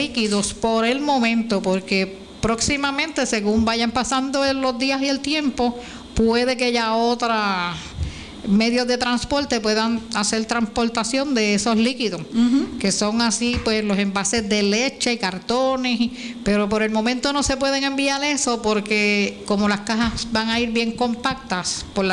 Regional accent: Puerto Rico; nosotros aquí en Puerto Rico

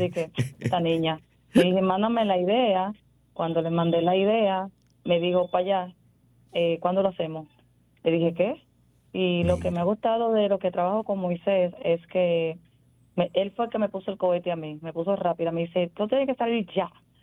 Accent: Dominican Republic; Para nada, pero soy dominicana, amo el merengue, es mi bandera.

